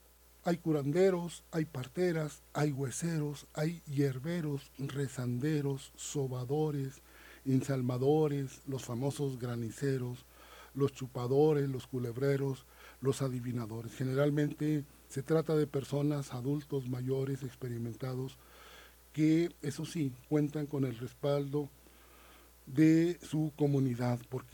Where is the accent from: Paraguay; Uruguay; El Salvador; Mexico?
Mexico; En nuestro país, en México